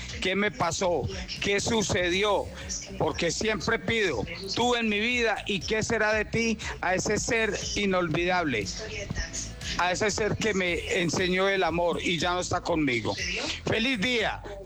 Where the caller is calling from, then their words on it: Cuba; desde Cubita la Bella